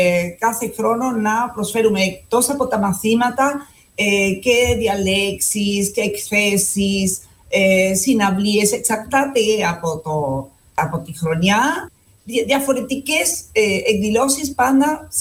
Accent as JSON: {"language": "Greek", "country": "Uruguay", "second_language": "Greek", "said": "Εγώ δεν είμαι Ελληνίδα. Οι περισσότεροι καθηγητές και εγώ που είμαι διευθύντρια του Ιδρύματος δεν είμαστε Έλληνες, ούτε έχουμε δεσμό αίματος με την Ελλάδα. Το ίδιο γίνεται και με τους μαθητές εδώ. Εγώ είμαι από εδώ, από την Ουρουγουάη"}